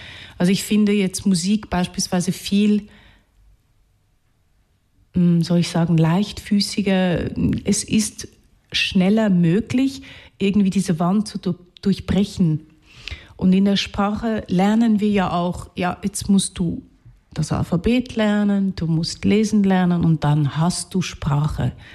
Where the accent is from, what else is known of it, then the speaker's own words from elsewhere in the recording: Zurich, Switzerland; born there; accent: Zürichdeutsch; first language Hungarian; German is a second language; ich habe zuerst Ungarisch gesprochen, dann habe ich das Ungarische nicht mehr brauchen können außerhalb der Familie. Dann habe ich Zürichdeutsch gelernt